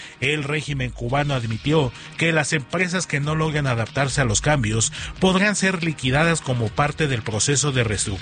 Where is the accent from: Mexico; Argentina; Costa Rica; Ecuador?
Mexico; la cultura que tenemos como mexicanos.